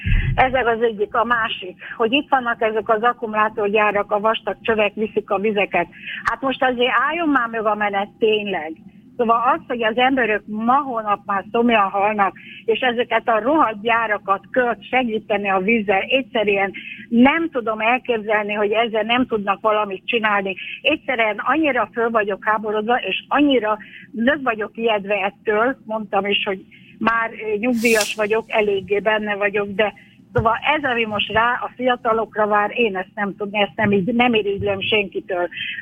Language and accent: Hungarian; Csongrád-Csanád, Hungary; Én falun nőttem föl gyönyörű gazdaságban, és közel ide Szegedhöz